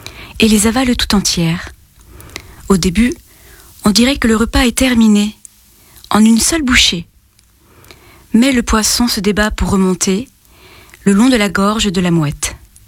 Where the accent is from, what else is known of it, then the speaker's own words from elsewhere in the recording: Chalon, France; Ah oui, je suis native de Chalon et c'est un hommage à